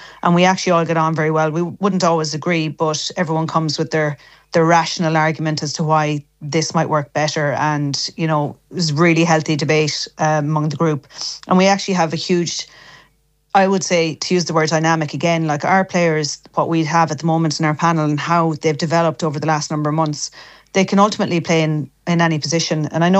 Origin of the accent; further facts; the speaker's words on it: Ballina, County Mayo, Ireland; I'm registered to Kilmore Moy as well because I'm from Ballina, obviously.